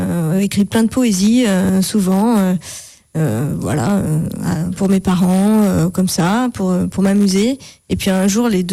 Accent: Vénissieux, Auvergne-Rhône-Alpes, France; Moi, j'habitais à Vénissieux, j'ai grandi à Vénissieux pendant 25 okay. ans.

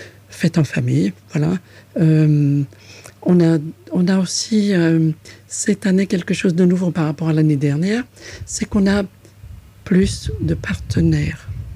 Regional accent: Chile; moved away; mon pays d'origine, qui est le Chili

